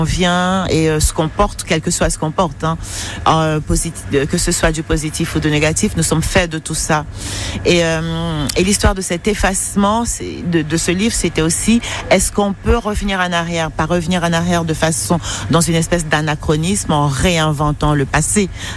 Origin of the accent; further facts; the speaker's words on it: Douala, Littoral, Cameroon; moved away; j'ai grandi, je suis née, j'ai grandi à Douala, j'ai appris à lire là-bas